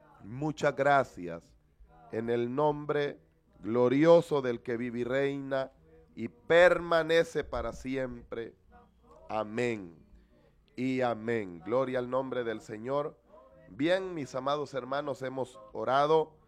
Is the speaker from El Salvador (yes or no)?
yes; Mercedes Umaña, Usulután, El Salvador; Estaba recién venido de lo que es la capital. Soy nativo del distrito de Mercedes Umaña, pero nos fuimos a trabajar allá por un determinado tiempo.